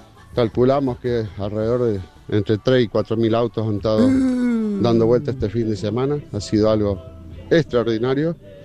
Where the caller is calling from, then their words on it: La Cumbrecita, Córdoba, Argentina; de La Cumbrecita.